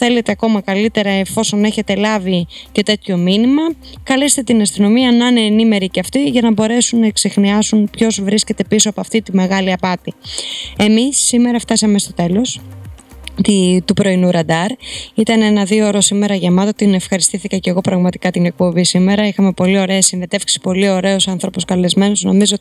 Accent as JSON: {"language": "Greek", "town": "Arta", "region": "Epirus", "country": "Greece", "said": "για την πόλη μου την Άρτα"}